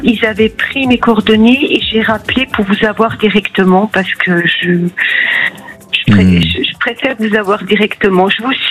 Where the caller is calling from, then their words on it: Bourgogne-Franche-Comté, France; J'habite à côté de Belfort. La plus grande ville, c'est Mulhouse. C'est dans l'est de la France.